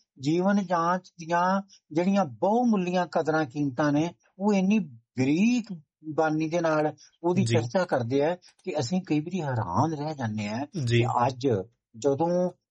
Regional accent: Amritsar, Punjab, India; first language Punjabi; ਸਾਡੇ ਅੰਮ੍ਰਿਤਸਰ ਸ਼ਹਿਰ

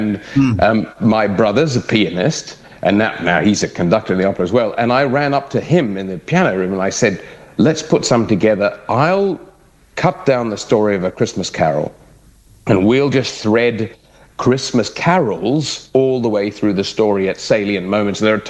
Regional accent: Germany; I grew up in Germany of all places

